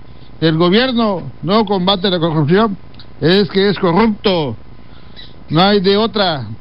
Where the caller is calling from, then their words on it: Mexico; los políticos de aquí, México